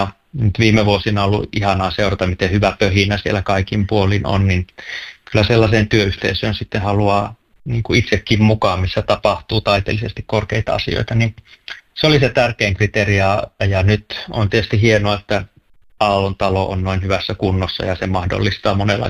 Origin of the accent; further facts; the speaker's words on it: Jyväskylä, Central Finland, Finland; Joo, siellä mä oon syntynyt ja sitten sinne asti olin Jyväskyläs